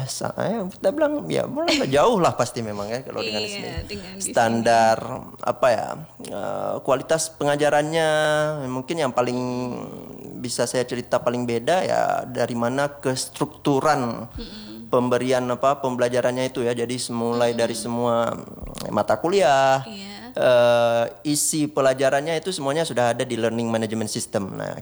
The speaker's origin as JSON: {"language": "Indonesian", "country": "Indonesia", "moved": "as an adult", "lives_now": "Melbourne, Australia"}